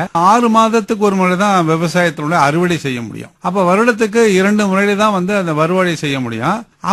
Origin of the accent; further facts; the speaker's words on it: Kavanna Puthur, Tamil Nadu, India; born there; தஞ்சை மாவட்டம் போரக்கோட்டைக்கு அருகில் உள்ள காவண்ணா புதூர் என்ற ஊரிலே 1957 பிறந்தேன்.